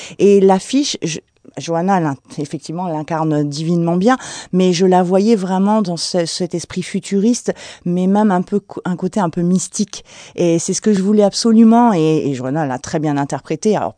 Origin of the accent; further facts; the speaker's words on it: New Caledonia; je viens de Nouvelle-Calédonie, je suis loin de vous